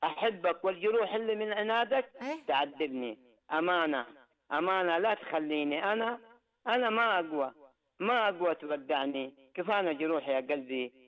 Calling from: Jeddah, Makkah Province, Saudi Arabia

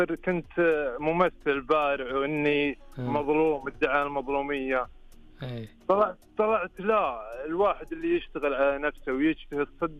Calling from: Khafji, Eastern Province, Saudi Arabia; انا من الخفجي طال عمرك.

